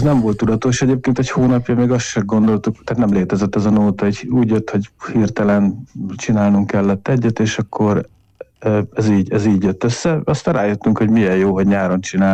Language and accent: Hungarian; Hungary